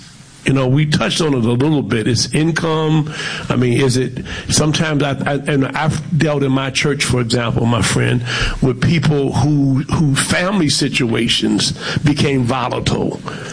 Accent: Detroit, Michigan, United States; as a child growing up in Detroit

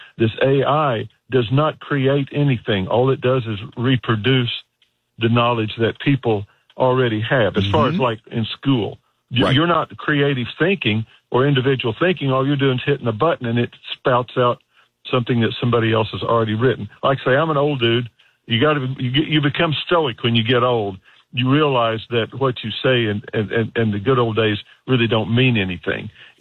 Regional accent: Bartlesville, Oklahoma, United States; we've got the only skyscraper that Frank Lloyd Wright built right up here in Bartlesville, which is my hometown, best damn town in the country.

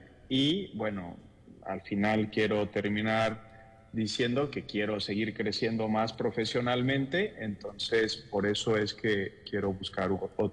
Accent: Puebla, Mexico; moved away as an adult; now in Colombia; Yo soy de Puebla, cerca de la capital, a 2 horas.

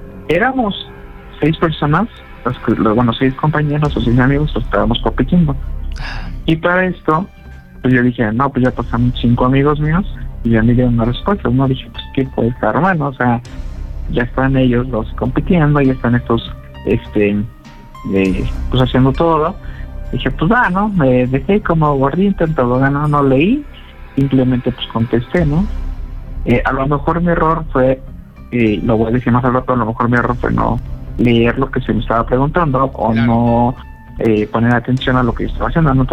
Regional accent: Puebla, Mexico; Oye, del estado, soy del estado de aquí de Puebla y prácticamente tengo lo que son 28 años de edad, recién cumplidos.

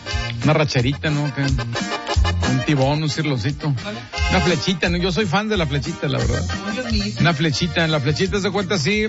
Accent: Mexico; nos pone orgullosos como mexicanos

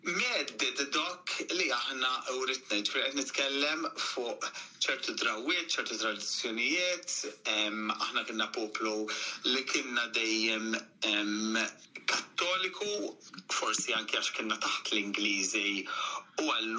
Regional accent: Rabat, Gozo, Malta; Jien mir-Rabat għawdex, ġifrina l-ġenituri tiegħi it-tnejn mir-Rabat u anke n-nanniet

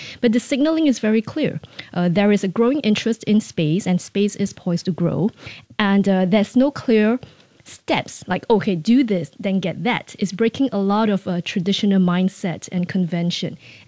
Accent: Singapore; I do realize, as someone working in the space industry and as a Singaporean, that is a very big step forward and a particularly meaningful one.

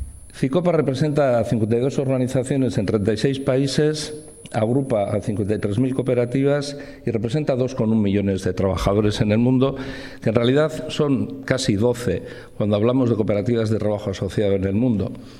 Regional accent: Bilbao, Basque Country, Spain; soy bilbaíno

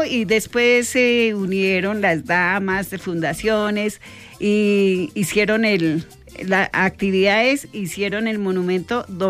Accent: Susacón, Boyacá, Colombia; moved away as an adult; now in Duitama, Colombia; Yo no soy de Duitama, yo soy del norte de Boyacá, del de Susacón.

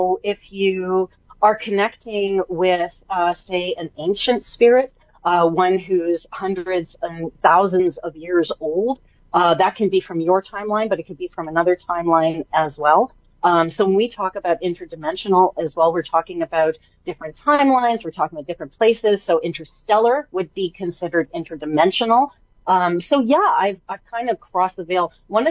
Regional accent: Canada; I'm Canadian

